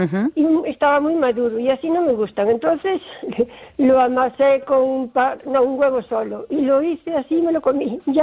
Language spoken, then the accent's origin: Spanish; O Carballiño, Galicia, Spain